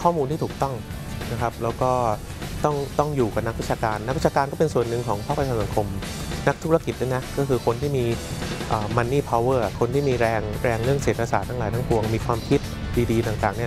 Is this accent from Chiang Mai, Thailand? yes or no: no; Bangkok, Thailand